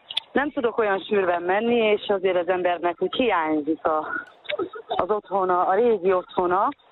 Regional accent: Felsőrajk, Zala, Hungary; now in Nemesrádó, Hungary; a gyerekkoromat ott töltöttem, iskolába oda jártam.

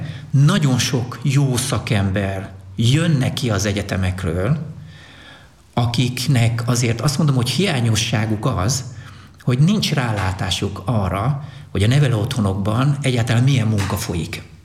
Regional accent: Hungary; born there; Én is itt születtem. Ez a hazám.

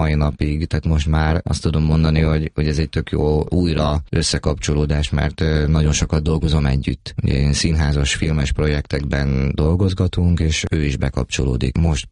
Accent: Putnok, Borsod-Abaúj-Zemplén, Hungary; Igen, Putnokon nőttem föl gyerekként.

